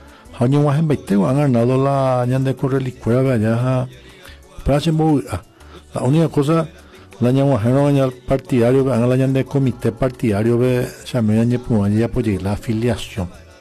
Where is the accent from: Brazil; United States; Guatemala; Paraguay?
Paraguay; porque hoy contemos, todos somos paraguayos y necesitamos que haga una buena administración.